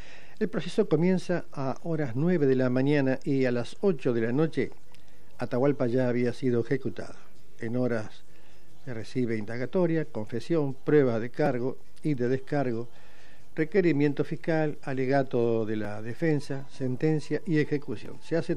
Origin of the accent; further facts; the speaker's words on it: Argentina; así somos los argentinos